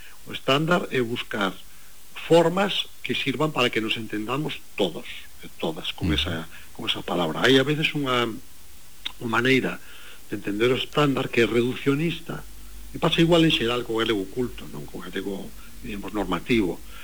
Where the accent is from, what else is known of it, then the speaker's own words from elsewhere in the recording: Muros, Galicia, Spain; Eu xa digo xo porque eu son de Muros e eu sei porque, bueno, a miña familia de Esteiro, ¿no?, que son sitios moi próximos un a outro